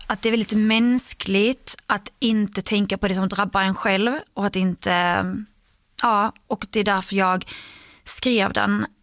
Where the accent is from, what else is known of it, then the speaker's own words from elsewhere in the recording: Skåne, Sweden; now in Stockholm, Sweden; i och med att jag är en skåning i Stockholm.